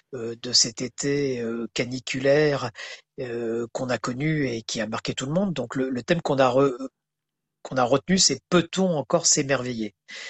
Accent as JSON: {"language": "French", "region": "Nouvelle-Aquitaine", "country": "France", "tie": "born or raised there", "said": "moi, je suis originaire de la Creuse"}